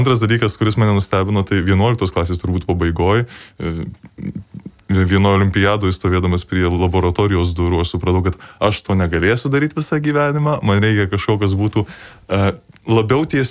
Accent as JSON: {"language": "Lithuanian", "town": "Marijampolė", "region": "Marijampolė County", "country": "Lithuania", "said": "Tai esu iš Marijampolės, baigiau mokyklą ir mokyklos pabaigoje aš vis dar maniau, kad aš studijuosiu kažką iš tiksliųjų mokslų."}